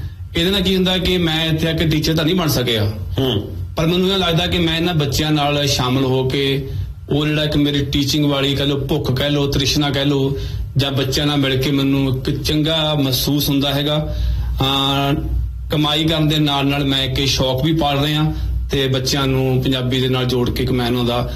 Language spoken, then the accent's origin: Punjabi; Punjab, India; ਜਿਵੇਂ ਮੈਂ ਤੇ ਤੁਸੀਂ ਅਸੀਂ ਪੰਜਾਬ ਦੇ ਪਿੰਡਾਂ ਵਾਲੇ ਸਕੂਲਾਂ ਚ ਪੜ੍ਹੇ, ਫੱਟੀ ਵਾਲਿਆਂ ਦੇ ਵਿੱਚ, ਸ਼ੁਰੂਆਤ ਸਾਡੀ ਊੜੇ ਆੜੇ ਤੋਂ ਹੁੰਦੀ